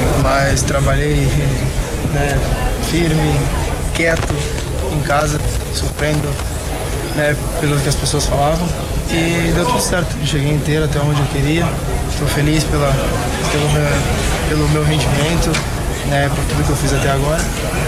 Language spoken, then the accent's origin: Portuguese; Brazil; eu sou brasileiro